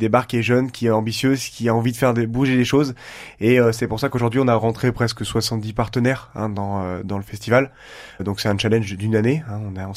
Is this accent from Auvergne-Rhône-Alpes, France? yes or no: yes; Pélussin, Auvergne-Rhône-Alpes, France; Alors on n'est pas originaire des Hayes. Nous on est de Pélussin principalement